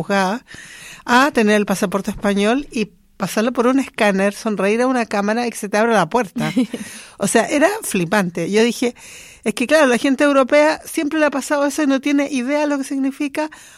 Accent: Chile; now in Spain; llevaba como 20 años viajando como chilena por el mundo

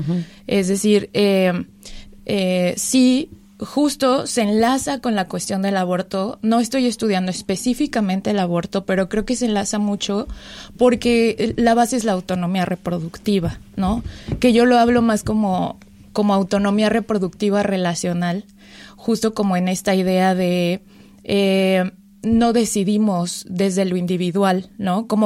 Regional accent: San Luis Potosí, Mexico; Vengo de el país de México, de una ciudad que se encuentra al centro del país, San Luis Potosí, capital. Es una ciudad, para dar contexto, que está a 5 horas de la Ciudad de México, que es la capital del país.

